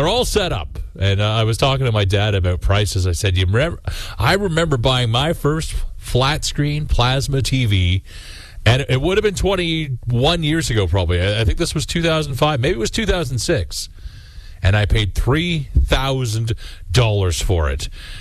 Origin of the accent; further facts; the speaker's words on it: Smiths Falls, Ontario, Canada; moved away; They still live in the home I grew up in Smiths Falls, which is just outside of Ottawa.